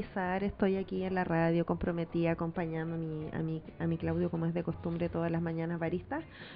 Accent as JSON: {"language": "Spanish", "town": "Vicuña", "region": "Coquimbo", "country": "Chile", "tie": "born or raised there", "moved": "yes", "said": "estuve mucho tiempo fuera de mi Vicuña querida y volví durante la pandemia, posterior a un año de pandemia, así que estoy muy contenta de haber vuelto a mi tierra, que me encanta."}